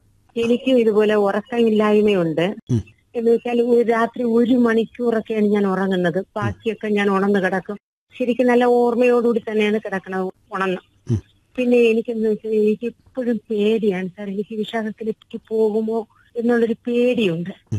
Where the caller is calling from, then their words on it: Karamana, Kerala, India; ഞാൻ കരമനയിൽ നിന്നാണ് വിളിക്കുന്നത്.